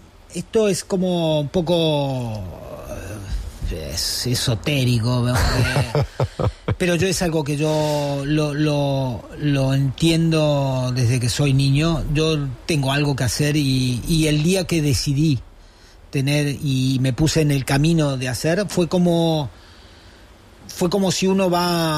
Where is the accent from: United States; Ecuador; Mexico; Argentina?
Argentina; Patagonia; Pero luego vi en mi provincia, yo soy de la Patagonia, vi algo que es que me marcó mucho.